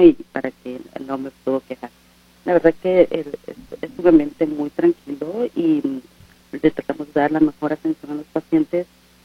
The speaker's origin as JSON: {"language": "Spanish", "country": "Honduras", "first_language": "Spanish", "moved": "yes"}